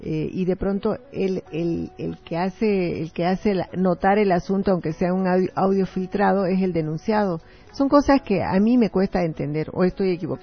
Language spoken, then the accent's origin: Spanish; Bolivia; a mí me duele como boliviana